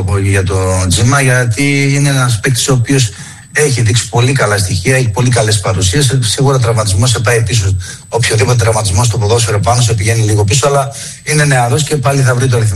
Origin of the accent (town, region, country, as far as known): Greece